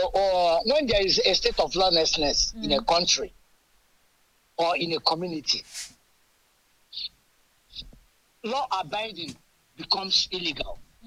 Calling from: Nigeria; When I said I'm Nigerian, I said, Nigeria.

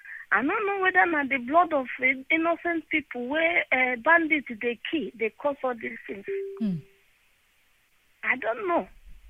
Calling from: Ikorodu, Lagos, Nigeria; I'm calling from Ikrodu.

